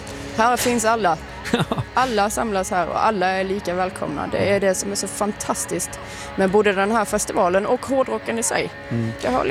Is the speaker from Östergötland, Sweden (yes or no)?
no; Bromölla, Skåne, Sweden; Och jag är från Bromölla som sagt, så att det tar ju en 20 minuter ungefär att ta sig ut här till lilla Norge.